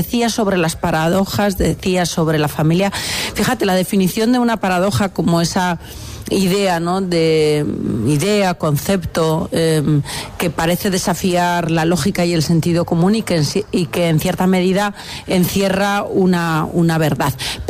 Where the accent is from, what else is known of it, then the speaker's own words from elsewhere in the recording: Navarre, Spain; moved away; me sale yo soy navarra, aunque efectivamente yo ya no vivo permanentemente en esta tierra